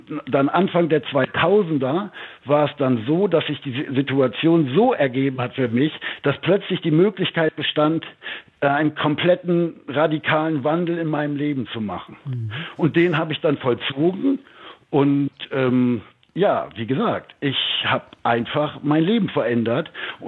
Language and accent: German; Düsseldorf, North Rhine-Westphalia, Germany; ich bin in Düsseldorf aufgewachsen, mein Vater hat in Unterrath eine Spedition gehabt